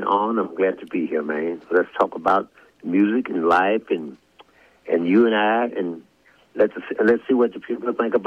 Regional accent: Louisiana, United States; because I'm from Louisiana, but my first encounter of the stage was in Arkansas on 30th Street in Pine Bluff, Arkansas, to a place called Elks Club and the Jitterbug. And I was just a teenager.

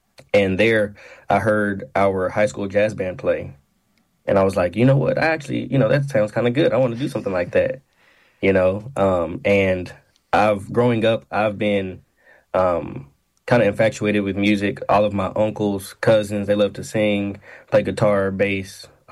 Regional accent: North Little Rock, Arkansas, United States; born or raised there

